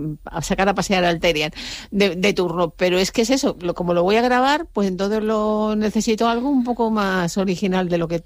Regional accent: Canary Islands, Spain

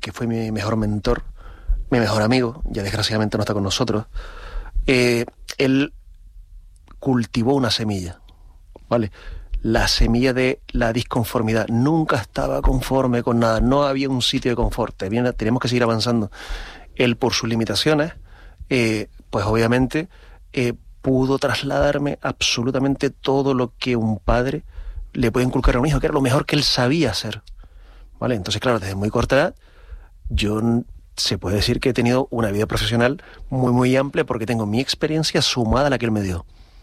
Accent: Canary Islands, Spain; now in Gran Canaria, Spain; me siento tan canario que me siento un trocito de cada una de nuestras 8 islas.

